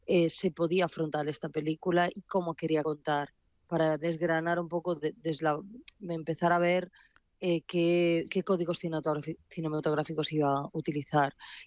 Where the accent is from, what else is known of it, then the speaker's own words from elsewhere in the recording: Ribeira, Galicia, Spain; coma nas aldeas ao redor de Santiago, que é donde eu me criei, criei-me aquí en Ribeira.